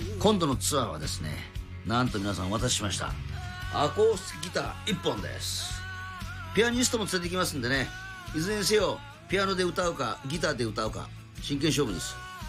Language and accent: Japanese; Kagoshima, Japan; moved away; 鹿児島帰った時かなり指宿に行くんですよ。